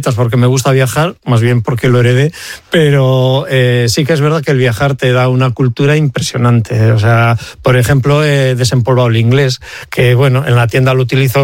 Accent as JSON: {"language": "Spanish", "region": "Basque Country", "country": "Spain", "said": "Los vascos siempre dejamos el listón muy alto, muy alto."}